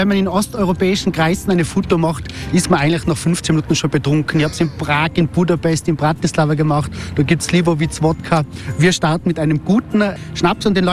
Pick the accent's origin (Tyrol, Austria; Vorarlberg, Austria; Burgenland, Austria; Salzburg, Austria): Tyrol, Austria; ich komme aus dem Ötztal, meine Eltern sind Bauern und die haben eine Jausenstation gehabt